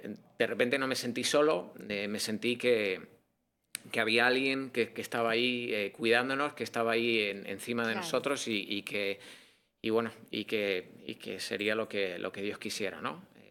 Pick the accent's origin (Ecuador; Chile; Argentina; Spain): Spain; Yo, bueno, yo soy de España, crecí en una familia muy católica.